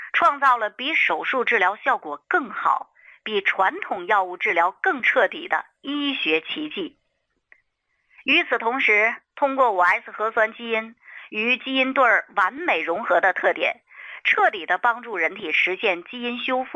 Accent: China; 但是我不能那么做，因为我是中国人，我是黄种人。

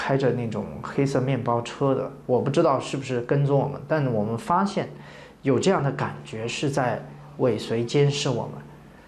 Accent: China; 我们中国人

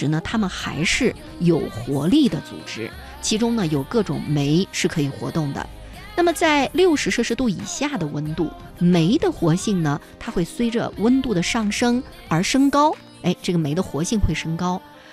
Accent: China; 炖肉呢是我们中国人餐桌上常见的美食啊

